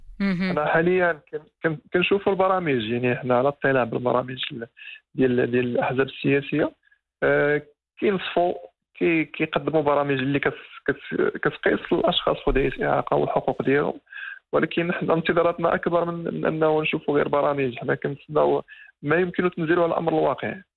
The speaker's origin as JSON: {"language": "Arabic", "country": "Morocco", "said": "عندنا في المغرب"}